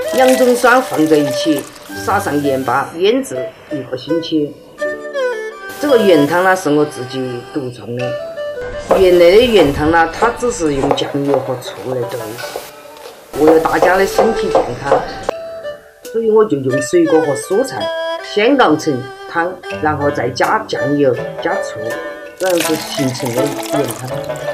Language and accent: Chinese; Guizhou, China; 因为我们贵州人都喜欢吃酸，这些碱性食物刚好起到酸碱中和的作用。